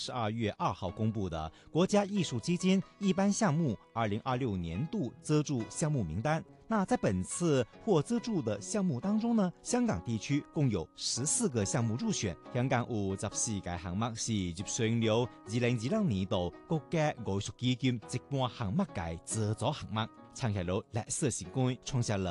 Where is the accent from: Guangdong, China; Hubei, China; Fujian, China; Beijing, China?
Guangdong, China; Chaoshan; born there; accent: Teochew; 用我们家乡话表演的潮剧